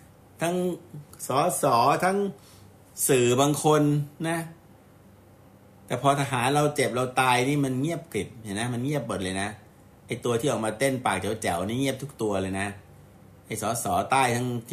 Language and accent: Thai; Southern Thailand, Thailand